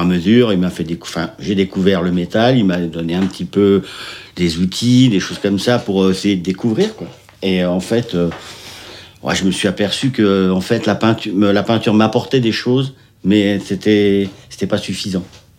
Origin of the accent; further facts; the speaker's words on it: Le Mans, Pays de la Loire, France; moved away as an adult; now in Rochefort-en-Terre, France; Je suis originaire du Mans à la base.